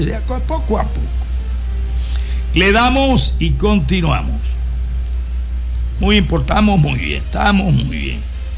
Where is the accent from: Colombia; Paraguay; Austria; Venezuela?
Venezuela